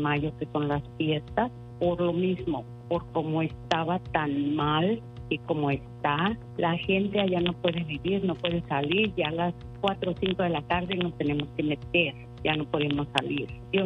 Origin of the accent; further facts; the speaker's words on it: Zacatecas, Mexico; Yo dejé de ir a México, yo mandaba a mis padres y ahorita no los tengo, soy de Zacatecas.